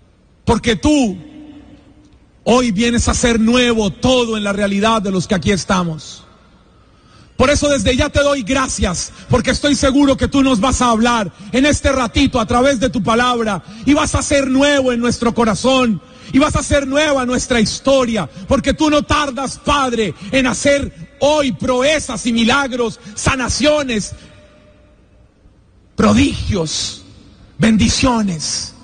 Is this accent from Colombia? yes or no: yes; Colombia; soy colombiano.